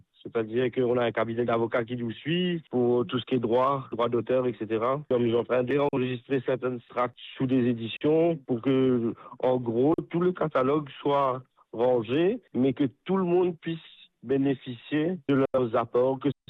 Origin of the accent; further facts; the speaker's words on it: Port Louis, Mauritius; 57 ans, habitant de Rosbois.